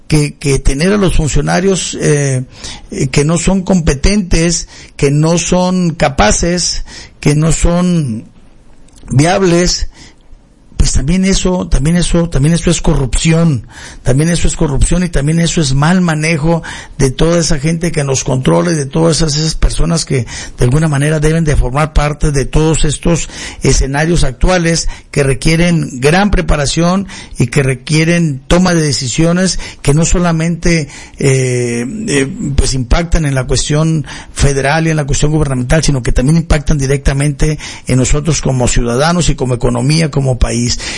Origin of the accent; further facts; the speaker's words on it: Mexico; y nosotros como mexicanos pues vemos pocas acciones.